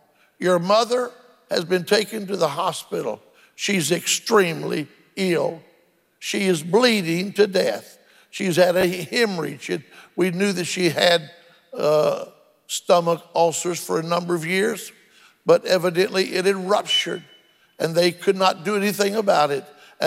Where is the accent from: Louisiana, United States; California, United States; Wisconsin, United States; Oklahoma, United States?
Oklahoma, United States; Bartlesville; moved away as an adult; also born or lived in Waxahachie, Texas; It was the year of 1962. I had left my hometown of Bartlesville, Oklahoma, and had driven to Waxahachie, Texas, where I'd never been before